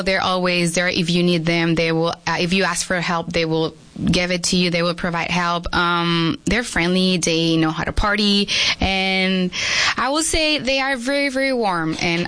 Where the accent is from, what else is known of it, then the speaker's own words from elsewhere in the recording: Mexicali, Baja California, Mexico; moved away as an adult; also born or lived in El Centro, California; now in Yuma, United States; Cachanilla. Well, yes. I was born in El Centro, but I literally have my whole life in Mexicali. I was raised in that school, family, friends, and everything. So whenever someone asks me, I always say, I'm from Mexicali, you know? I just moved to Yuma around a little less than 6 years ago